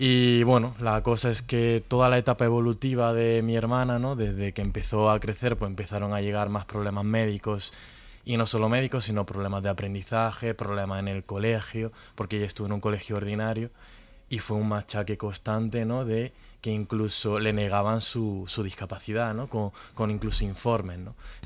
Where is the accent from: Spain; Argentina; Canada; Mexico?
Spain; Granada, Andalusia; Yo soy de Granada, ¿no?